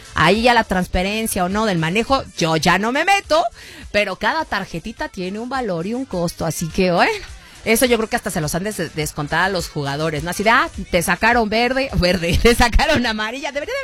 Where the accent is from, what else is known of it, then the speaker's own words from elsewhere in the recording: Mexico; muy orgullosa como mexicana porque se empezó a aplicar aquí en México